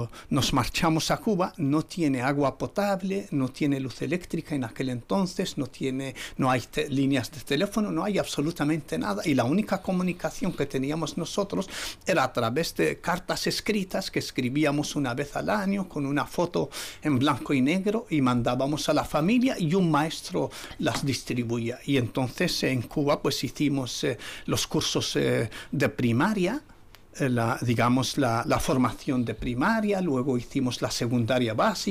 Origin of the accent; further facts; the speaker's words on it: Western Sahara; pues pudimos sobrevivir y seguir existiendo como pueblo saharaui.